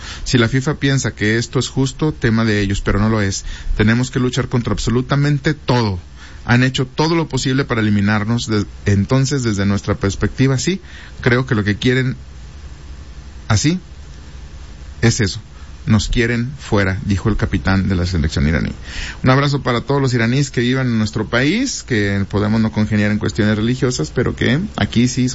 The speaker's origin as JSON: {"language": "Spanish", "country": "Mexico", "said": "Ya saben cómo somos los mexicanos"}